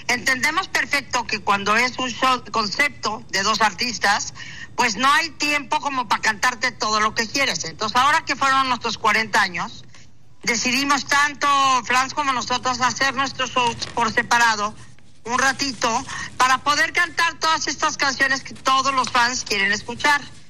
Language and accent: Spanish; Mérida, Yucatán, Mexico; a Mérida, Yucatán, mi tierra preciosa.